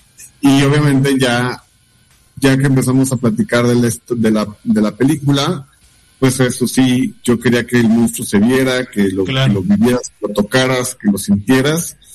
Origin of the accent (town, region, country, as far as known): Mexico